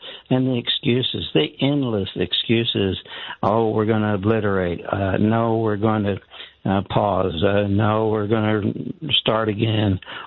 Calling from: Oklahoma, United States; even here in central Oklahoma

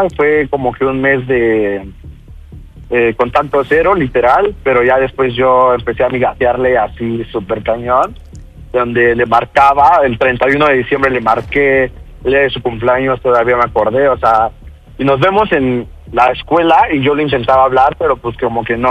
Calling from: State of Mexico, Mexico; Tengo 17 años y soy del Estado de México.

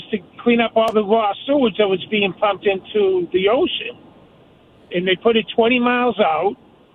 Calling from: Quincy, Massachusetts, United States; I'm from Quincy

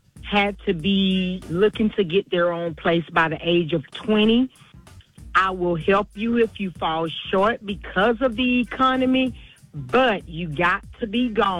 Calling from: Macon, Georgia, United States; from Macon, Georgia.

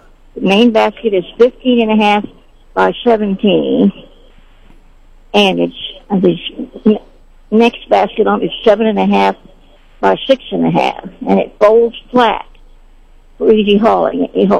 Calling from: Sedalia, Missouri, United States; I'm calling from Sedalia.

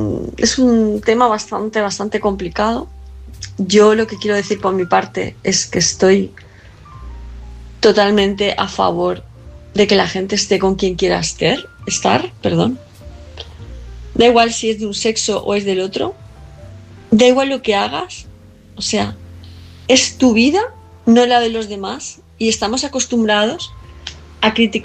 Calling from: Palma, Balearic Islands, Spain; de Palma de Mallorca

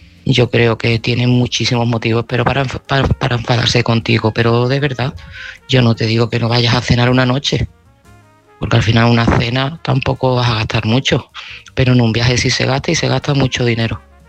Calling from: Seville, Andalusia, Spain; de Sevilla y este mensaje va para Antonio.

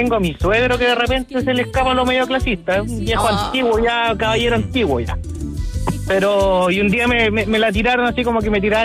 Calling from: Rancagua, O'Higgins, Chile; pues yo soy de Rancagua.

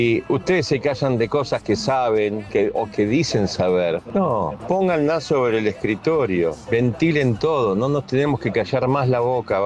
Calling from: Lanús, Buenos Aires Province, Argentina; Buenas tardes … de Lanús.

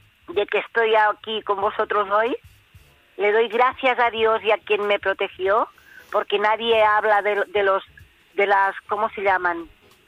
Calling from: Vilafranca del Penedès, Catalonia, Spain; Mira, que soy la corresponsal de Vilafranca del PNDES en mi provincia de Barcelona.

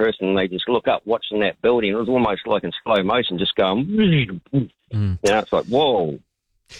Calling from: Christchurch, Canterbury, New Zealand; I was working at the airport at that stage at Christchurch here

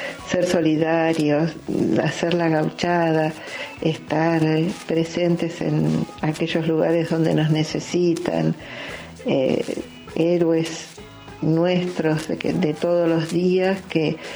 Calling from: Devoto, Buenos Aires, Argentina; Les dejo un cariño muy grande … de Devoto.

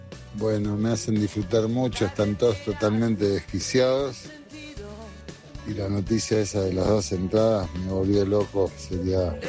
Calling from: Los Polvorines, Buenos Aires Province, Argentina; soy de Polvorines.

